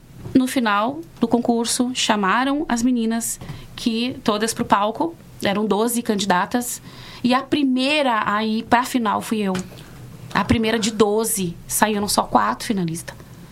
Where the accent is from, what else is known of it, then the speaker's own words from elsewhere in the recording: Rio Grande do Sul, Brazil; gaúcha, sou do Rio Grande do Sul.